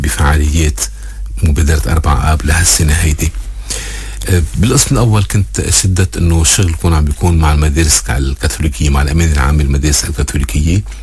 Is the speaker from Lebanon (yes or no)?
yes; Lebanon; جرحنا كلبنانيين